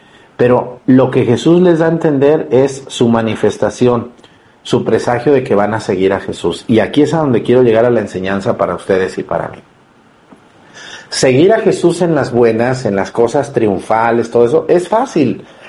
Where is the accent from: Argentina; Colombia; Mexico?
Mexico; Mexticacán, Jalisco; moved away; Mesticacán, mi pueblo.